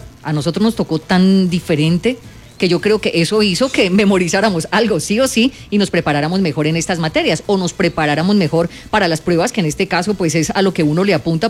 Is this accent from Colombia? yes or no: yes; Colombia